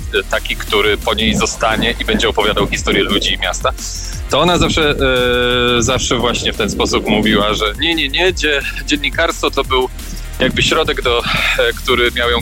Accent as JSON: {"language": "Polish", "town": "Konin", "region": "Greater Poland Voivodeship", "country": "Poland", "said": "jak ten nasz Konin się uprzemysławiał i jak wyglądał uprzemysłowiony już, bo no w tej chwili możemy powiedzieć, że żyjemy w mieście postindustrialnym, za chwilę kopalnianym totalnie"}